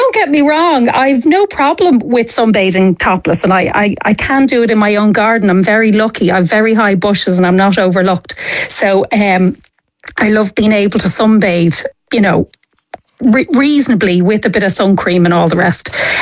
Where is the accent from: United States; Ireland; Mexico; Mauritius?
Ireland; I'm very Irish.